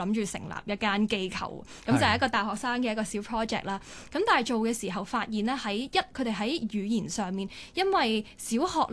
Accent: Hong Kong; 大家都係喺香港度土生土長啦

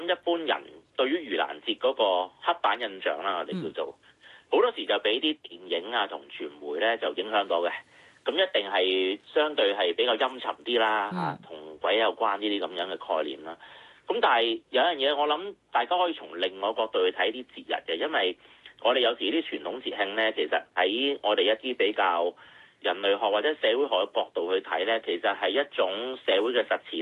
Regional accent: Hong Kong; 我哋香港人

